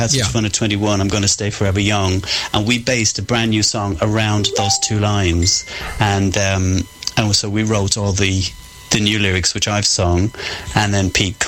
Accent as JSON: {"language": "English", "region": "Southern and Eastern Region", "country": "Ireland", "moved": "yes", "lives_now": "London, United Kingdom", "said": "I'm from Ireland, yes. Sunny southeast."}